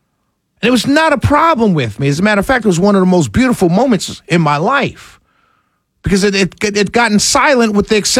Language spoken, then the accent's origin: English; New York City, New York, United States; because I had never experienced it growing up in New York City.